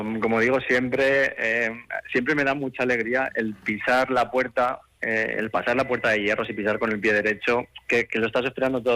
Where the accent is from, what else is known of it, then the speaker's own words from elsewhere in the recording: Albacete, Castilla-La Mancha, Spain; siendo uno de los primeros albaceteños en poder hacerlo